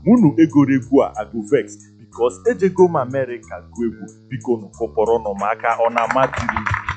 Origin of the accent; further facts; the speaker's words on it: Umuesere, Abia, Nigeria; I'm from Umuesere, Amabo, Okokitim, in Abia State.